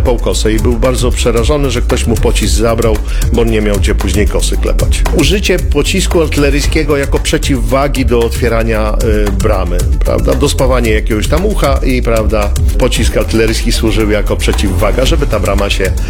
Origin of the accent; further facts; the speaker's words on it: eastern Poland, Poland; now in Wrocław, Poland; Ewentualnie praca fizyczna gdzieś na jakichś tam, prawda, rubieżach wschodnich, skąd pochodzę.